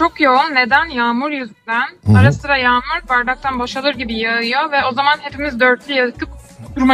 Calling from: Istanbul, Turkey

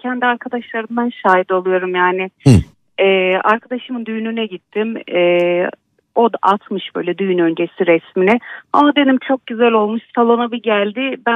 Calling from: Aksaray Province, Turkey

